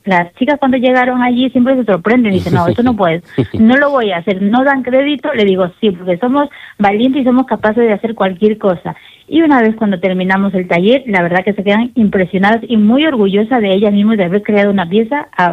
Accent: Ecuador; now in Spain; yo soy de Ecuador, yo nací allí y cuando era pequeña, pues mi madre esa técnica la hacía mucho. Entonces yo tenía un poco de conocimiento y luego cuando vine aquí a España, hace 20 años justamente

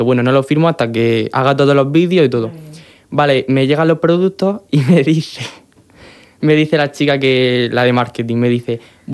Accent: Murcia, Region of Murcia, Spain; Sí, yo soy de Murcia.

